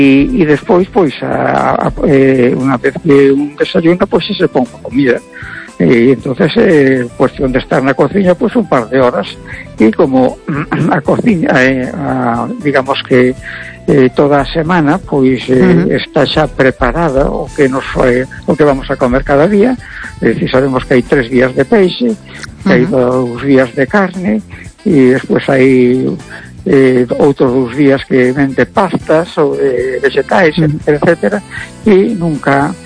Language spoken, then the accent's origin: Spanish; A Coruña, Galicia, Spain